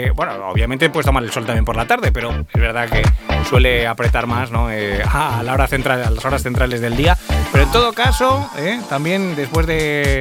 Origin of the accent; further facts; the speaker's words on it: Madrid, Community of Madrid, Spain; now in Mallorca, Spain; Yo me acuerdo cuando llegué aquí, yo no soy mallorquín, vine desde Madrid, me quedé aquí a vivir ya, tengo ya mi vida hecha aquí